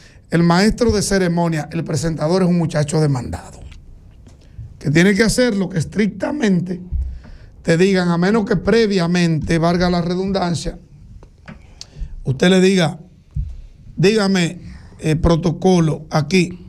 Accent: Barahona, Dominican Republic; born there; en La Vija podía haber luz eléctrica si yo era presidente de la República, que es el lugar donde yo nací.

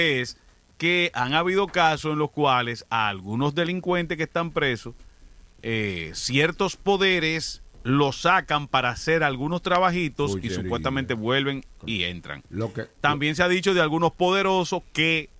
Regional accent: Dominican Republic; Como somos los dominicanos

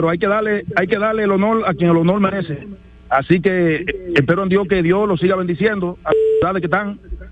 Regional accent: Jimaní, Independencia, Dominican Republic; yo desde niño he estado oyendo que la calle del pueblo de Limón y Jimaní iban a arreglarse y nunca se arreglaban.

